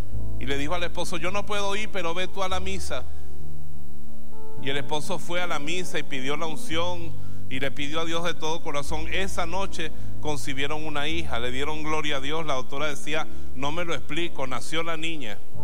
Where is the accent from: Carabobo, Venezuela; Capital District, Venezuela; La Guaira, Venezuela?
Carabobo, Venezuela; Bejuma; Y yo me convertí en Bejuma, en mi pueblo. Y detrás de Bejuma hay un cerro grandote, bello, que yo siempre lo he visto con mucho cariño. Allá arriba hay tigres y venados y todo todavía.